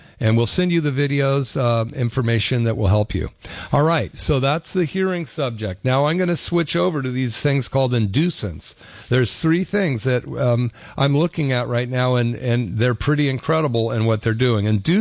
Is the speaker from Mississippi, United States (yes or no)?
no; Berkeley, California, United States; I would listen to all of the rock and roll from the 70s when I grew up in Berkeley